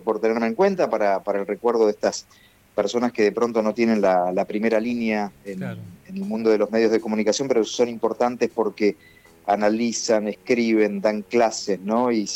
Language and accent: Spanish; Mar del Plata, Buenos Aires Province, Argentina; now in Puerto Madryn, Argentina; Yo soy de Mar del Plata y después viví 20 años en Buenos Aires. Estudié locución, periodismo y trabajé en los medios de Buenos Aires, y hace ya 16 años estoy entre Trelew y Puerto Madryn.